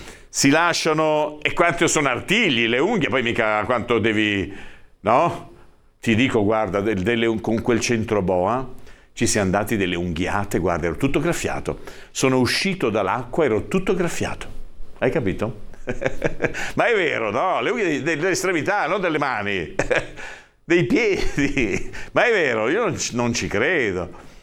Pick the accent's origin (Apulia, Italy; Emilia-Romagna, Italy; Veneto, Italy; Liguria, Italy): Liguria, Italy; Savona; io di Savona, che tengo alla Rarinante Savona.